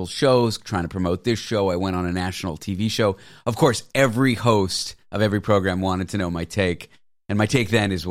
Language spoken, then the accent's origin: English; Canada; now in United States; The show airs in Canada. I'm Canadian.